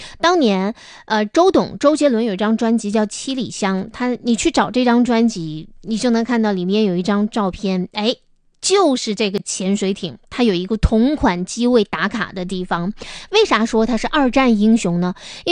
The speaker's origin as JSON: {"language": "Chinese", "region": "Northeast China", "country": "China", "lives_now": "Harbin, China", "said": "这是独属于我们东北人出境游的一种福利"}